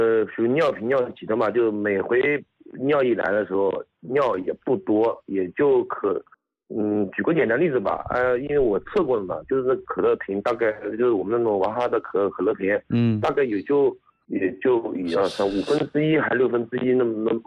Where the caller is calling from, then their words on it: Jinhua, Zhejiang, China; 浙江金华的。